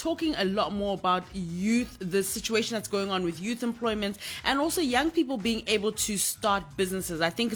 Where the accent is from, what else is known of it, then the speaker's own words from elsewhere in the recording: Uganda; And then we're crossing over to my home country of Uganda